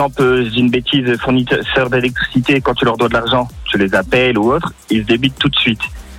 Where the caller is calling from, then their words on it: Dunkirk, Hauts-de-France, France; Moi, je suis de Dunkerque.